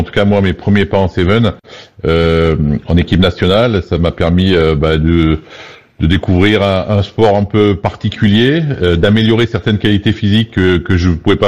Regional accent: Auvergne-Rhône-Alpes, France; Moi, j'ai grandi en Auvergne, j'ai commencé le rugby à Vichy, pas très loin. Et comme tout jeune Auvergnat à l'époque

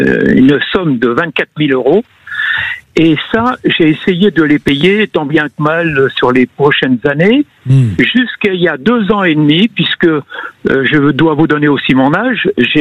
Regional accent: Auvergne-Rhône-Alpes, France; moved away; il y avait pas longtemps que j'avais changé de région puisque je viens de la Savoie

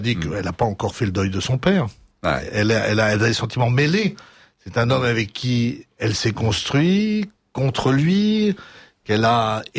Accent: Brittany, France; C'est pas parce que je suis breton que je vous dis ça

